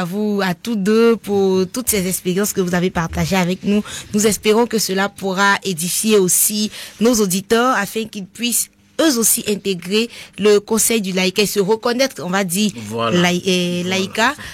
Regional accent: Côte d’Ivoire; Comme on le dit un peu chez nous en Côte d'Ivoire

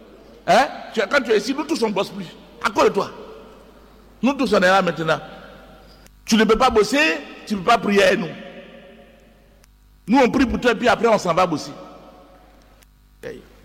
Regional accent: Côte d’Ivoire; Chez nous, en Côte d'Ivoire, c'est ça, on dit, faut pas rire dans la bouche de celui qui grille arachide, c'est ça que ça veut dire.

